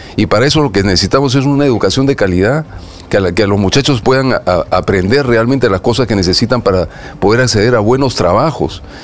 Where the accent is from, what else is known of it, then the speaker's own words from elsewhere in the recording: Peru; toda la inestabilidad política que hemos tenido en el Perú